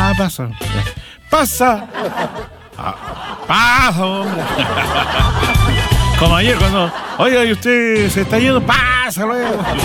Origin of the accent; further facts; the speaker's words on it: Talcahuano, Biobío, Chile; born there; moved away; ya no he vuelto más para Talcahuano. Y yo nací en Talcahuano.